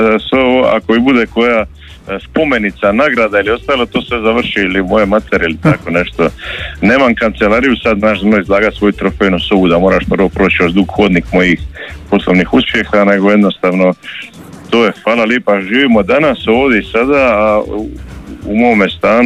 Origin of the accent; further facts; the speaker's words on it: Dalmatia, Croatia; ovo naše Dalmatinsko